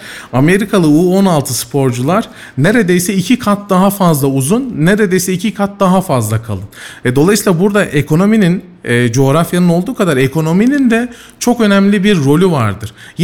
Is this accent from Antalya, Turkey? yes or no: yes; Antalya, Turkey; now in Kayseri, Turkey; yani ben Antalyalıyım, 12 senedir Kayseri'de yaşıyorum.